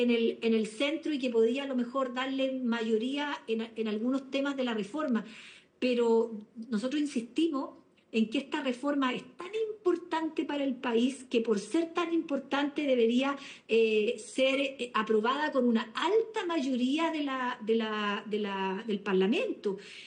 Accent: Chile; obviamente somos chilenos

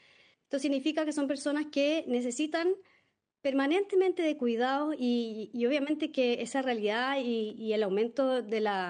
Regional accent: Chile

